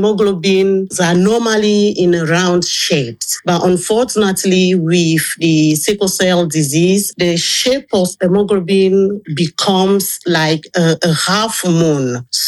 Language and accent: English; Togo; now in London, United Kingdom; back home, I'm originally from Togo.